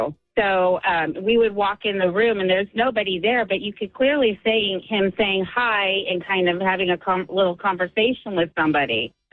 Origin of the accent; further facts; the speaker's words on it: Manteca, California, United States; I'm from Manteca.